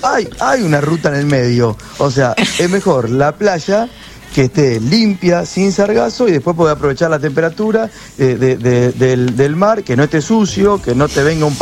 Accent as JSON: {"language": "Spanish", "country": "Argentina", "said": "Claro, como yo soy argentino, o argentinearla. Como somos argentinos, somos los mejores del mundo, le ganamos a todo."}